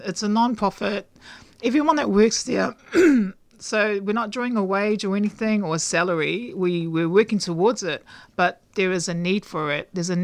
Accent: Auckland, New Zealand; moved away as an adult; now in Melbourne, Australia; I grew up in Auckland, New Zealand. I came to Melbourne 13 years ago on a scholarship to pursue what is now the PhD.

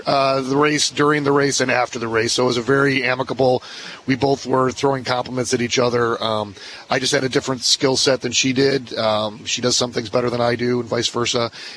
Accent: Hinsdale, Illinois, United States; also born or lived in Downers Grove; I'm from Downers Grove. I grew up in Hinsdale, Illinois.

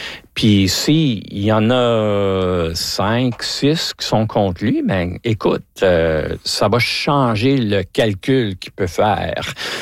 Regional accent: Calgary, Alberta, Canada; moved away as an adult; now in Winnipeg, Canada; Moi, je viens de Calgary. J'étais élu à Calgary.

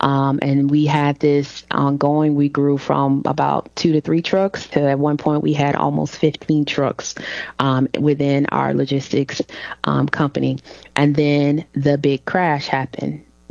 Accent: Alabama, United States; So I am from Alabama, the tri-area, so where Alabama, Mississippi, and Tennessee meets. I always tell people if they know where Huntsville is

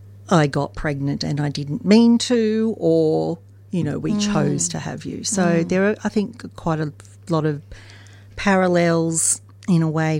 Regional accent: Newcastle, New South Wales, Australia; also born or lived in Sydney; Yeah, in Newcastle, New South Wales. I was born in Sydney and always knew that I was adopted from when I can remember.

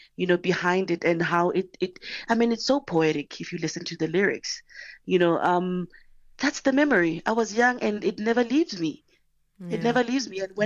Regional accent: Mafikeng, North West, South Africa; But I guess also because of where I grew up, I'm from Mafikeng, it was really big on those two genres.

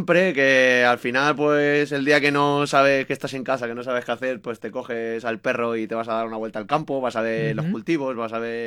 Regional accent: San Martín de la Vega, Community of Madrid, Spain; Ya hablo de San Martín, que ¿sí? es mi zona, mi pueblo.

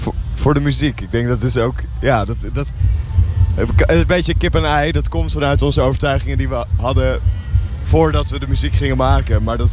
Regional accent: North Holland, Netherlands; Ja, schaamtevol geef ik toe altijd dat ik uit het Gooi kom.

